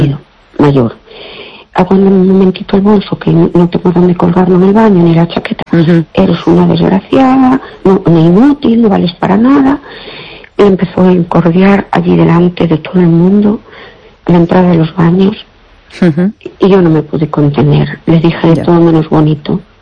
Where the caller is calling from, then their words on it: Fene, Galicia, Spain; Hola, buenas noches